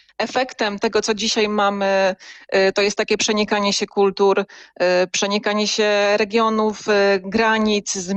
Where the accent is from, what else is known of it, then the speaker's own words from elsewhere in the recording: Świętokrzyskie Voivodeship, Poland; Ja jestem ze Świętokrzyskiego i jestem zdecydowanie lokalną patriotką